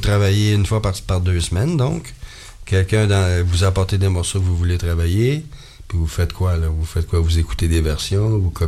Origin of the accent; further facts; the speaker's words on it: Auvergne-Rhône-Alpes, France; accent: Ardèche; C'est derrière la quartier, juste après les Oliviers. On parle tous comme ça là-bas.